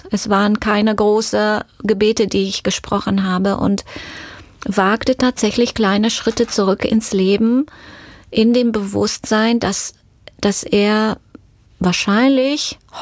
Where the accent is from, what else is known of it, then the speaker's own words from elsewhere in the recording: Romania; moved away; Natürlich gingen mir die Geschichten aus Rumänien und aus meiner Jugendzeit sehr nach.